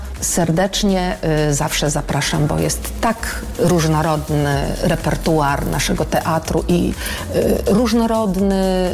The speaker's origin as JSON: {"language": "Polish", "town": "Białystok", "region": "Podlaskie Voivodeship", "country": "Poland", "moved": "as an adult", "lives_now": "Olsztyn, Poland", "said": "Pochodzę z Białegostoku."}